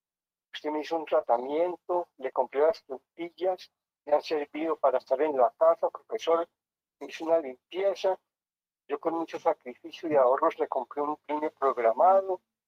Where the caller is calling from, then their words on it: Tunja, Boyacá, Colombia; De Tunja, profesor, el barrio El Consuelo